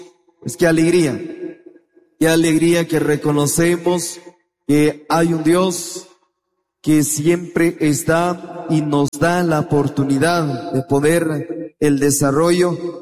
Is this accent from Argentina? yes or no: no; Guatemala; nosotros como guatemaltecos